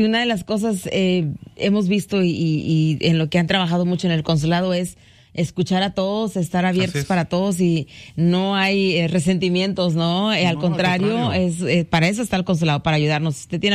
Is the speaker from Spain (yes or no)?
no; Mexico; Beneficio, estamos haciendo eso, somos mexicanos